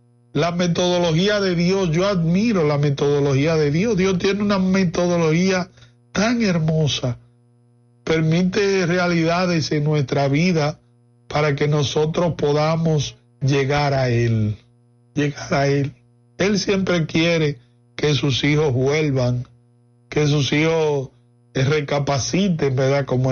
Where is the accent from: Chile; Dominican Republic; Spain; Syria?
Dominican Republic; Tamboril, Santiago; Soy de allá de Tamboril. Específicamente yo soy de un campo de Carlos Díaz.